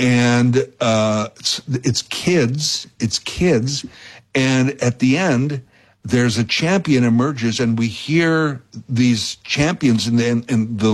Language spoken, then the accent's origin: English; Canada; I mean, it's just it's a great part of being a Canadian is having two seasons, hockey season and the off season.